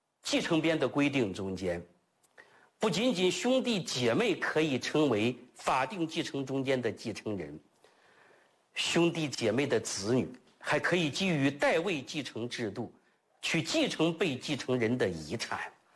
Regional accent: China

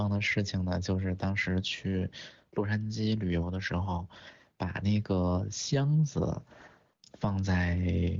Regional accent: China; 整个那个团体里就我一个中国人，啊，也就我一个黄皮肤。

